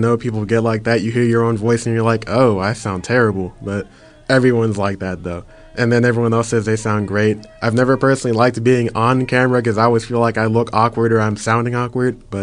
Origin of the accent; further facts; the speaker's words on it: Penn Hills, Pennsylvania, United States; I'm a senior at Clayton University, born and raised in Penn Hills, went all the way through Penn Hills up until I graduated high school.